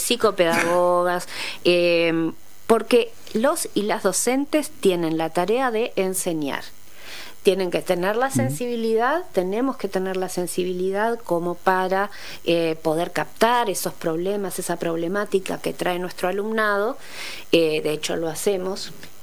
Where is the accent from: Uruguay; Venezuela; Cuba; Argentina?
Uruguay; Florida; soy oriunda de Florida, he trabajado la mayor parte de mi vida en Florida